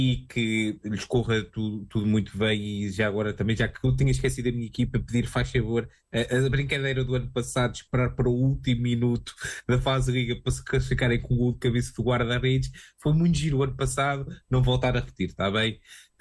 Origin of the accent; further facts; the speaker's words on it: Gafanha da Nazaré, Centro, Portugal; por isso fica aqui os parabéns à minha terra, à Gafanha de Nazaré